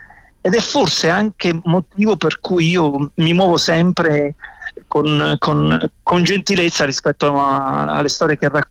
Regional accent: Torella del Sannio, Molise, Italy; Io sto bene, in questo momento sono in Molise, nella mia terra

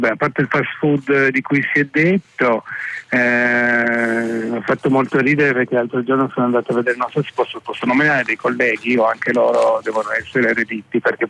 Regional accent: Turin, Piedmont, Italy; Io ero cresciuto a Torino

